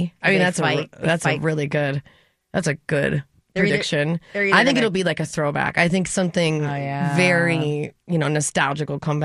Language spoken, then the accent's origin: English; North Dakota, United States; But growing up in North Dakota, we were so behind anyway.